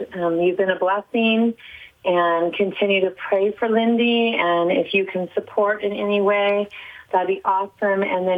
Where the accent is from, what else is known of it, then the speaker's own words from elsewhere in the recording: South Dakota, United States; I grew up in the Gregory County area, and I am now back part-time at my farm